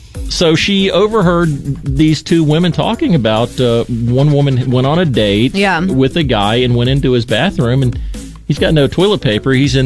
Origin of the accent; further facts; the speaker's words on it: United States; I grew up in Randolph County in what was essentially a nice treehouse.